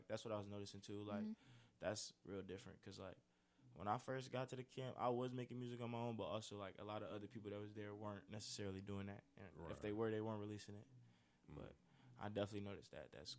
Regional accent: Maywood, Illinois, United States; I'm from Chicago, the West Side, from Maywood

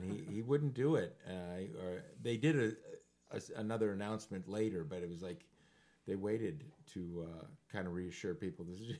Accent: Naperville, Illinois, United States; I grew up in Naperville.

